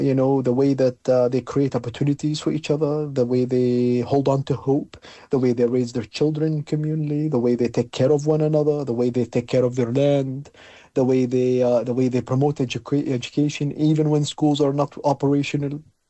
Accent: Palestine; now in Canada; I was born in the First Intifada

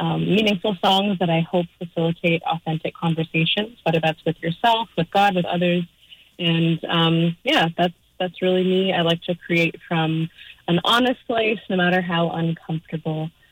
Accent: Calgary, Alberta, Canada; moved away as an adult; now in Los Angeles, United States; I'm originally from Calgary, very proud to be born and raised Calgarian. We're quite rare. Heavily identify as a prairie girl, and I spend most of my time in Los Angeles now, where I also have roots.

